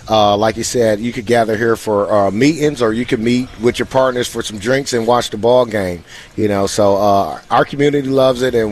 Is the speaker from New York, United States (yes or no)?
no; Cleveland, Ohio, United States; now in White House, United States; I'm originally from Cleveland, Ohio. I came down to Tennessee in 1999.